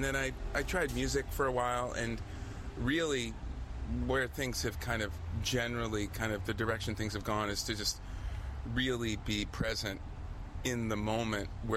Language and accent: English; Rust Belt, United States; But I grew up in the Rust Belt, and I love the decrepit industrial landscape, and I like riding through all of it.